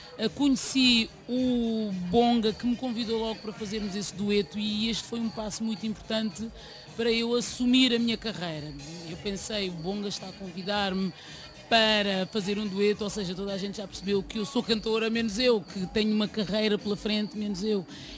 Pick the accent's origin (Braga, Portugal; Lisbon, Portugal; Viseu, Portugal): Lisbon, Portugal; born there; first language Portuguese; A língua portuguesa para mim é natural. A primeira língua que eu aprendi a falar foi o português. Eu nasci em Lisboa, eu sou portuguesa logo à nascença. É claro que tenho toda esta origem e com o tempo também descobri que eu sou bilíngue. Eu tenho dupla nacionalidade